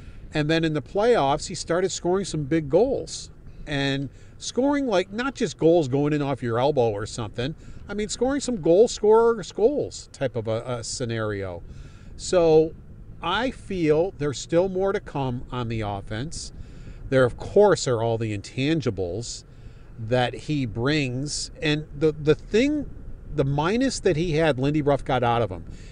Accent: Buffalo, New York, United States; The bartender knew I was from Buffalo and mentioned it.

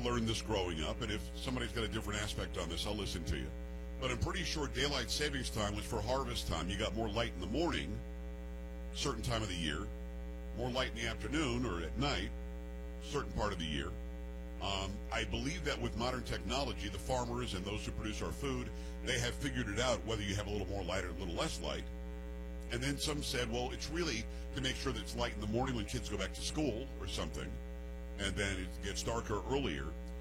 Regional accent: Florida, United States; also born or lived in New York; I'm from New York. People say, well, how many different places are you from? From New York, lived there till I was seven. Grew up in Florida from 7 until I was, 28, something like that.

